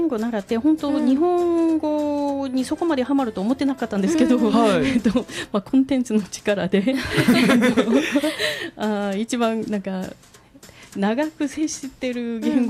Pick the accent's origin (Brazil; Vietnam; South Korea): South Korea; Seoul; Japanese is a second language; moved away as an adult; also born or lived in Jeonju, North Jeolla; now in Japan; 実家があるのはソウルで、うん、はい、小学生の時からはずっと、うん、はい、まあ、ほとんどソウルだったんで、はい、多分出身はソウルと言った方がいいかなとも思うんですけど